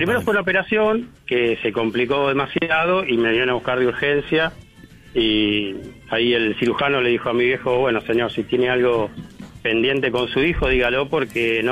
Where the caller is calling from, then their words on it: Lanús, Buenos Aires Province, Argentina; En Lanús, estoy en Lanús.